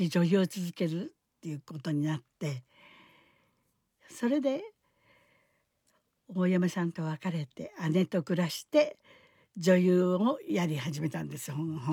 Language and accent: Japanese; Izu, Shizuoka, Japan; 私は伊豆の人間なので